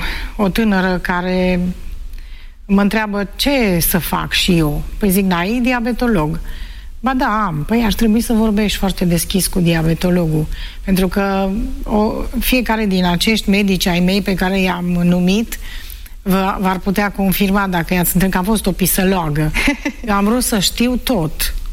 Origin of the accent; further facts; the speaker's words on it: Romania; noi suntem români